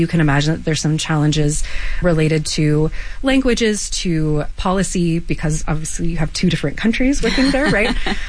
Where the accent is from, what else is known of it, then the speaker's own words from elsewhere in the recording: Texas, United States; So I am from Texas originally, and I'm seventh or eighth generation Texan.